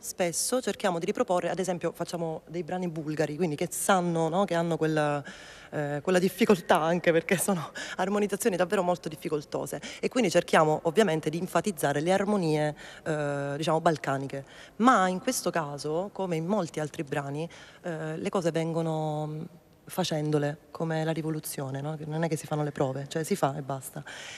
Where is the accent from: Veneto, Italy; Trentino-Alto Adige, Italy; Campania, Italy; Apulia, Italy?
Apulia, Italy; Salve; born there; è il mio paese.